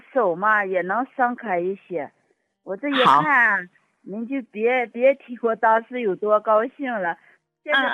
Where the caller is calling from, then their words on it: Baotou, Inner Mongolia, China; 我是包头的，今年63了。